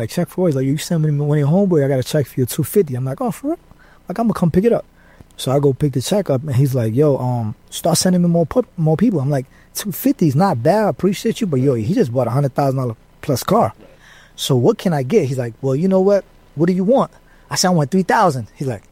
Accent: Jersey City, New Jersey, United States; moved away as an adult; now in Atlanta, United States; I'm from Jersey City, mainly.

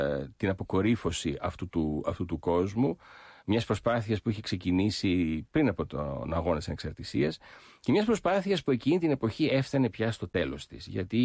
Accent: Alexandria, Alexandria Governorate, Egypt; το γεγονός ότι γεννήθηκα και μεγάλωσα στην Αλεξάνδρεια, στην Αίγυπτο, στο πλαίσιο της ελληνικής παρικίας, στα παρικιακά σχολεία

